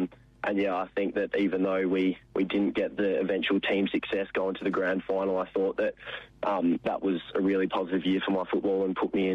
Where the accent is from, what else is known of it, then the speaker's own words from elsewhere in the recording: Karratha, Western Australia, Australia; So I'm from Karratha. The old boy had a job up there for a few years. So I grew up up there in the heat plane for the Karratha Cats